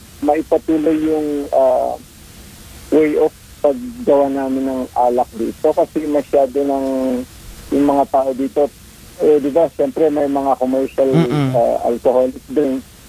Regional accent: Hungduan, Cordillera Administrative Region, Philippines; umuwi ako sa amin sa Hungduan kasi originally po sa Hungduan ako.

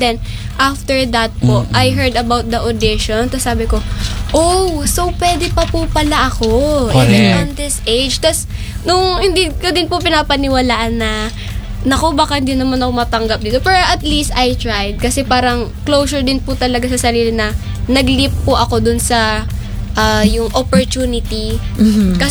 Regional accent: Bacoor, Calabarzon, Philippines; galing pa po ako from almost out of ano, like sa Cavite po.

